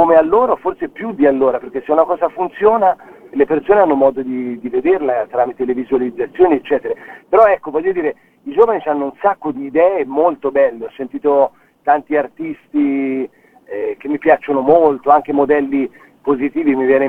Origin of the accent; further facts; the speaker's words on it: Tuscany, Italy; pure se siamo toscani